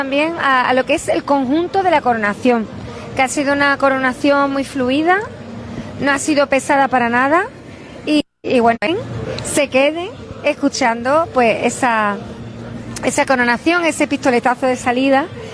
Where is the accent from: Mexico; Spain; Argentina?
Spain; La Línea de la Concepción, Andalusia; Me siento muy afortunada de ser linense